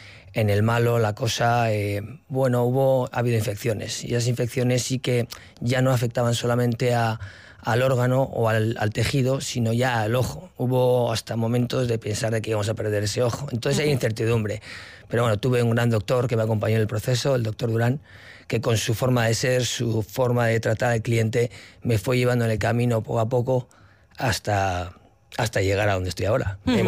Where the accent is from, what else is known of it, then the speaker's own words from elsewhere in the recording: Barakaldo, Basque Country, Spain; voy a cumplir 50 el año que viene, ya con 14, un óptico en Baracaldo, yo soy de Baracaldo